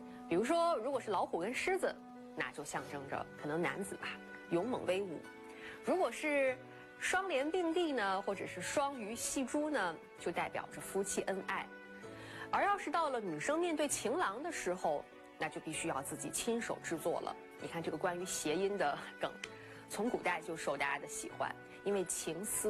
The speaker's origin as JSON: {"language": "Chinese", "country": "China", "said": "我们中国人"}